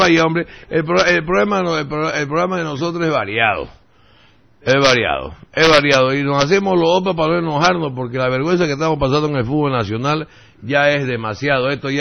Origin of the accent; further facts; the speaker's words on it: Santa Cruz, Bolivia; Soy regionalista porque quiero a mi región, y siempre lo he dicho. Mi patria es Santa Cruz, pero soy boliviano.